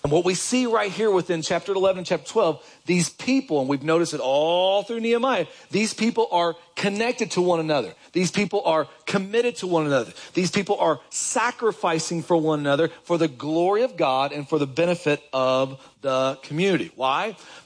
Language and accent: English; Kentucky, United States; moved away; I left Kentucky. I'll give of my hometown with my family.